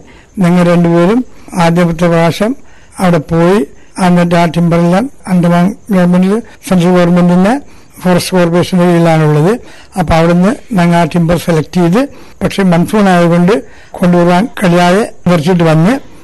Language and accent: Malayalam; Kavaratti, Lakshadweep, India; ഞാൻ കവർച്ചി തന്നെ ജനിച്ച് കവർച്ചി തന്നെ വളർന്ന് പഠിച്ച